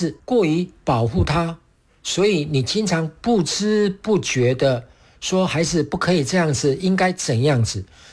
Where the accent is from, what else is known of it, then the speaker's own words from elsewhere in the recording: Taiwan; 大家好，我是来自台湾的